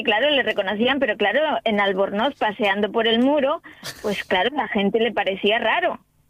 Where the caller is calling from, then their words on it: Gijón, Asturias, Spain